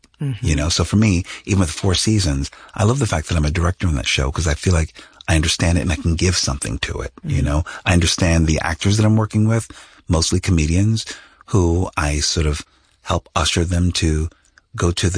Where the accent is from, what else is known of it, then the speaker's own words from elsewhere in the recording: Philadelphia, Pennsylvania, United States; Inner city West Philadelphia, where, you know, a lot of blue collar folks. I was the first in my family to go to college.